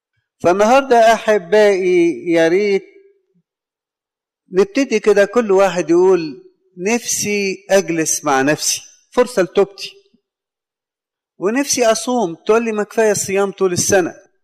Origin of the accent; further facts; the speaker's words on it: Egypt; كأقباط ولا كمصريين ككل